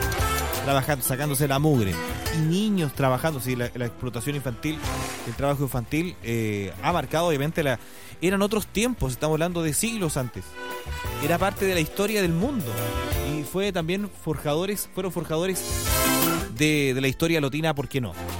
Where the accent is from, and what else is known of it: Chile